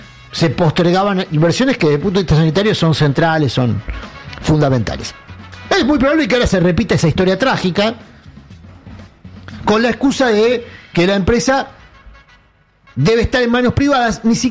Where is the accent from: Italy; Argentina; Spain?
Argentina; los argentinos, que somos argentinos de bien